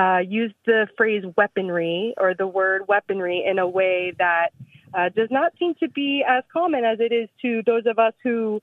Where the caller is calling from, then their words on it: Jacksonville, Florida, United States; Hi, I live in Jacksonville, Florida.